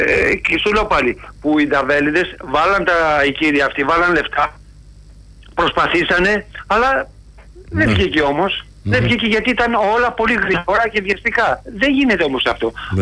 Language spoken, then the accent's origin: Greek; Elassona, Thessaly, Greece; Εγώ είμαι από Ελασσόνα, πιο πάνω από την Λάρισα.